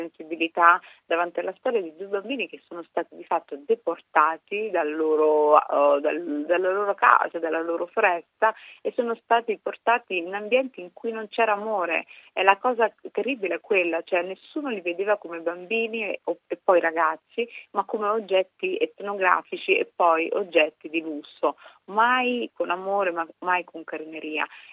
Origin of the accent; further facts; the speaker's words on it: Brescia, Lombardy, Italy; perché io sono bresciana e quindi è una cosa che abbiamo sentito molto.